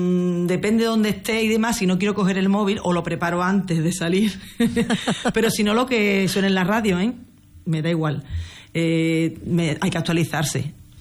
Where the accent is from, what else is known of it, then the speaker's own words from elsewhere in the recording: Huelva, Andalusia, Spain; yo soy de Huelva Capital